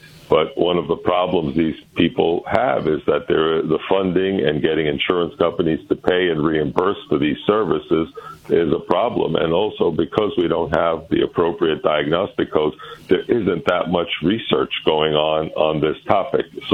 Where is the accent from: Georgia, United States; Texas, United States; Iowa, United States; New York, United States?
New York, United States; Brooklyn; You know, I grew up in Brooklyn in a three-story house. Grandma was on the second floor. Aunt was on the third floor.